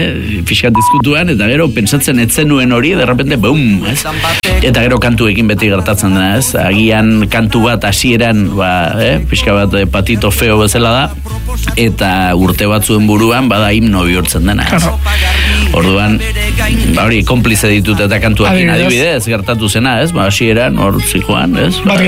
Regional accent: Errenteria, Basque Country, Spain; born there

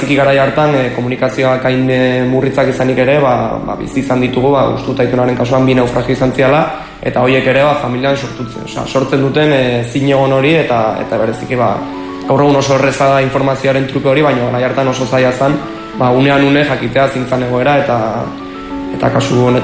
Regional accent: Pasaia, Basque Country, Spain; gure herrira

